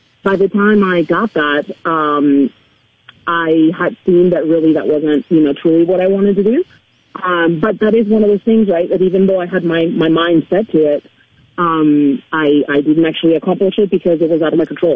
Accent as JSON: {"language": "English", "country": "Spain", "first_language": "Spanish", "second_language": "English", "said": "of course, I'm from Spain, so Spanish is my first language. I kind of had to learn English as part of learning to fly."}